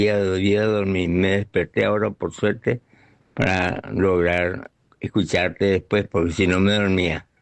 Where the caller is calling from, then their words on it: Formosa, Argentina; de Formosa.